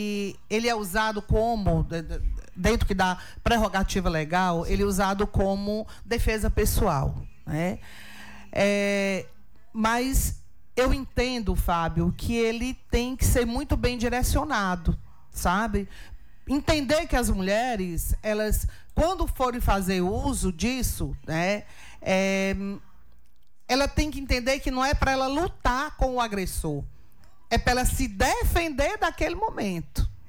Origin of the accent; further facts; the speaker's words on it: Altos, Piauí, Brazil; Nasci e me criei em Altos e moro na rua Dom Pedro II a vida toda, né? Tenho 27 anos de professora